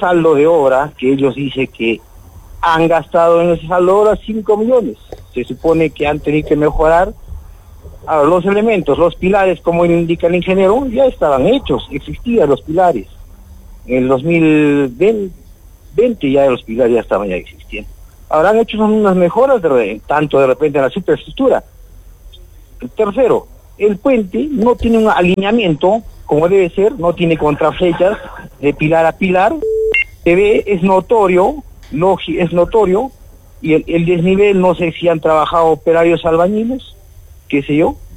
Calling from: Arequipa, Peru; nosotros como Arequipeño

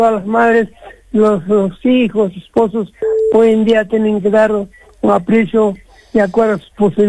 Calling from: Peru

